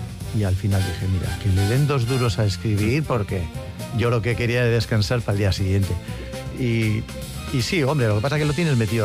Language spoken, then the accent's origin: Spanish; Sestao, Basque Country, Spain; also born or lived in Bilbao; yo nací en Bilbao, por circunstancias. No lo sé, nunca se lo pregunté a mis padres, pero bueno. Vivo en Sestao, pues se puede decir que soy de Sestao. Uh-huh. Soy de Sestao.